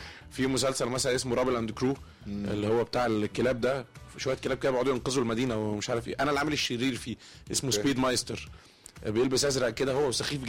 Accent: Mansoura, Dakahlia, Egypt; عندنا في المنصوره مثلا نقول ايه، بيكتب مش بيكتب. في كام كلمه كده

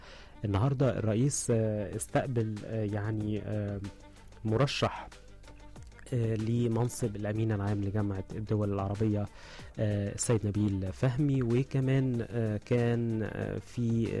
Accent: Egypt; بيهمنا كمصريين بصورة عامة

